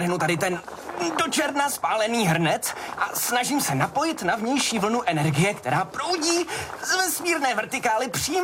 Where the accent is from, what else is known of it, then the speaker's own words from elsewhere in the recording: Vietnam; Víte, jsem z Vietnamu. Moje maminka měla stánek na noční polévku hned ve vstupních dveřích našeho domu v Hojanu.